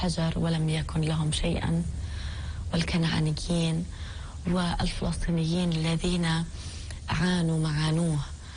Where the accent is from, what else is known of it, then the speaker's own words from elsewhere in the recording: Palestine; لأننا ندرك أننا باقون نحن كفلسطينيين في هذه الزوايا